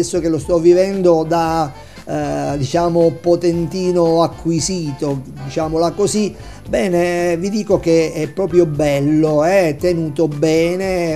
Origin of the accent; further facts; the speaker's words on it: Maratea, Basilicata, Italy; specialmente noi che veniamo da Maratea